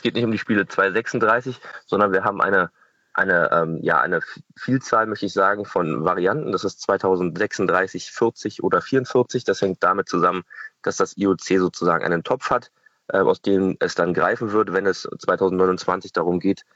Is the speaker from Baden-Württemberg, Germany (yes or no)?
no; Berlin, Germany; Ja, ich bin Berliner und deswegen habe ich mich natürlich als Athlet für Berlin eingesetzt.